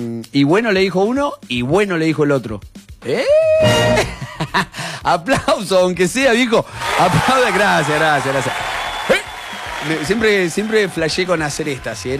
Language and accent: Spanish; La Pampa, Argentina; Porque los que somos acá de La Pampa no decimos tuay.